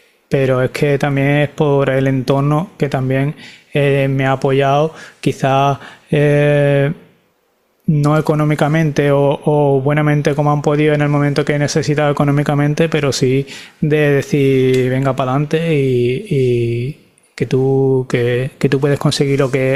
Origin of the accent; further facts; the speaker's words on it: Seville, Andalusia, Spain; now in Barcelona, Spain; yo soy de Sevilla, pero estoy viviendo en Barcelona